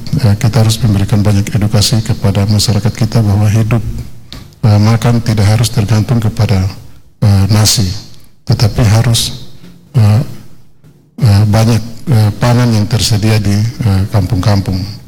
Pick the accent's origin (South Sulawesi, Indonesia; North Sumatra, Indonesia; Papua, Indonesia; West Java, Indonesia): Papua, Indonesia; kita orang Papua